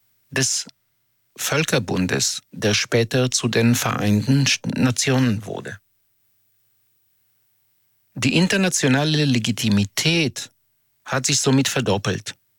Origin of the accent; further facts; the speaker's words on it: Israel; Ich komme aus Israel, eine Demokratie, die gerade zerfällt